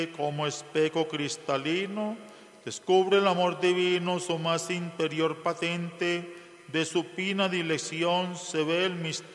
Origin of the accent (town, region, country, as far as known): Colombia